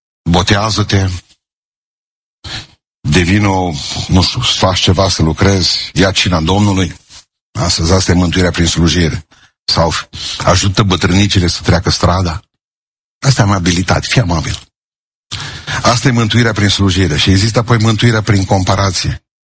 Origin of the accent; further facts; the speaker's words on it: Romania; Suntem vinovați și că suntem români